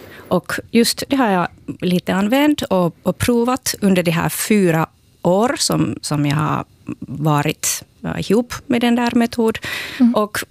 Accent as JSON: {"language": "Swedish", "town": "Lahti", "region": "Päijät-Häme", "country": "Finland", "said": "Och jag kommer från Lahtis och i Lahtis barockmusiken har varit lite marginaliserad."}